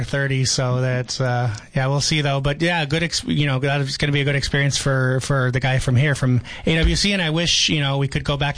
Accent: Sacramento, California, United States; I'm from Sacramento

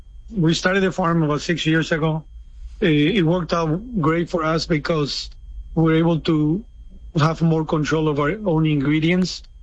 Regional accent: Oaxaca, Mexico; now in Shreveport, United States; to go back to my hometown

